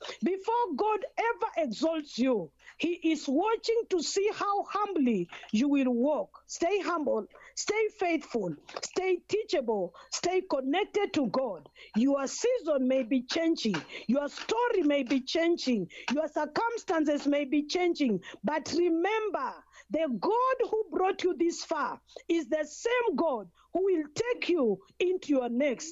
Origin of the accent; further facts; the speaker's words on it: Kenya; Once again … from Kenya, and I thank each and every one of you for allowing me to share with you this morning.